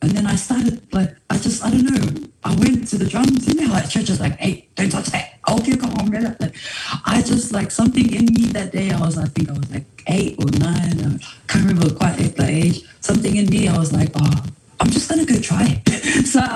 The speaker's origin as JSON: {"language": "English", "country": "New Zealand", "tie": "born there", "said": "I'm Samoan for Samoan. I was born here, Kiwi, Samoan. I was born in the south side. And also, my dad is from Whareratai in Lohuali, and my mom is in from Afena and Bali."}